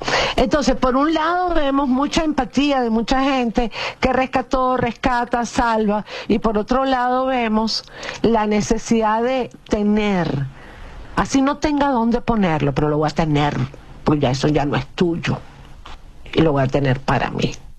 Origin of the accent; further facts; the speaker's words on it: Venezuela; yo tuve mi vida también en La Guaira, como muchos venezolanos.